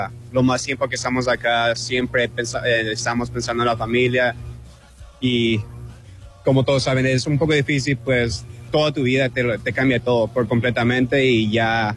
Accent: San José de los Arroyos, Caaguazú, Paraguay; moved away; San José de los Arroyos. Vamos, San José, fuerza.

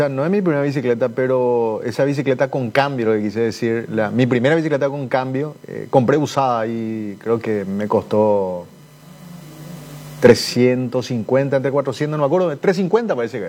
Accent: Clorinda, Formosa, Argentina; yo en mi infancia, yo farré en Clorinda.

